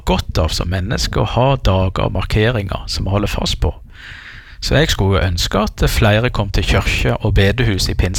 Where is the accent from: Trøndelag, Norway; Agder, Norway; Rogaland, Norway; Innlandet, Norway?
Rogaland, Norway; Og det kan vi jo forstå litt av her på, både på Sunnmøre og på Jæren der jeg er ifra.